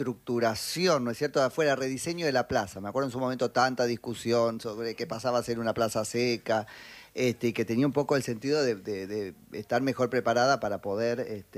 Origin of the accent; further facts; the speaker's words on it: San Andrés de Giles, Buenos Aires Province, Argentina; Yo soy de San Andrés de Giles, te cuento, Lucas.